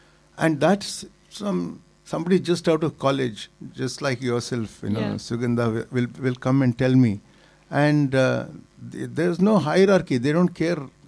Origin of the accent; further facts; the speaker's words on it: South India, India; And because I'm South Indian, and you know, if somebody touches the feet, you feel uncomfortable.